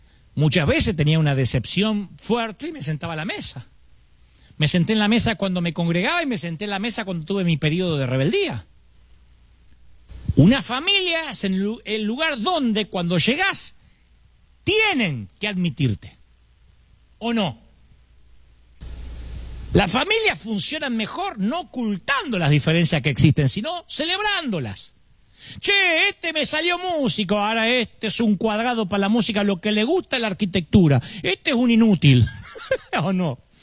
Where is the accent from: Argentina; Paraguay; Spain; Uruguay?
Argentina; Billinghurst, Buenos Aires Province; born there; Nací en Billinghurst.